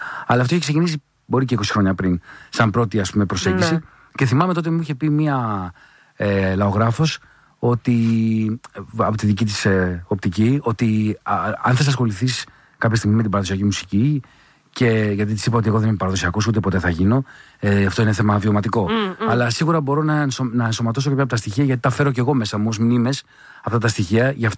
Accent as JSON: {"language": "Greek", "town": "Drama", "region": "Eastern Macedonia and Thrace", "country": "Greece", "tie": "born or raised there", "said": "Εγώ μεγάλωσα στη Δράμα, όπου στη Μακεδονία και στη Θράκη τα διονυσιακά δρόμενα είναι πολύ έντονα."}